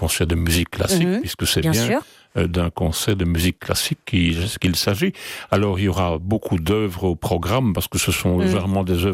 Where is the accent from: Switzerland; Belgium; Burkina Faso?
Belgium; qui sont deux valeurs sûres de la musique chez nous en Belgique.